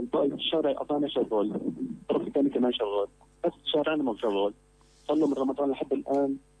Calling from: Aleppo, Aleppo Governorate, Syria

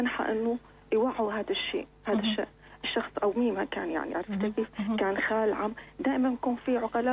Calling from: Homs, Homs Governorate, Syria

